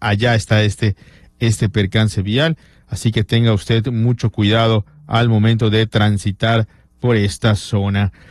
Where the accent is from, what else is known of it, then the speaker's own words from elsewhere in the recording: Mexico; como somos buenos mexicanos